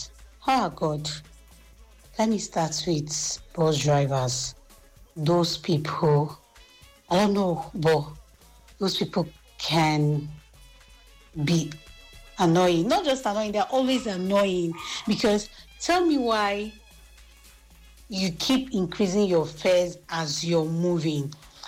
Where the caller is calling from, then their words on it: Aja, Lagos, Nigeria; I'm venting from Aja.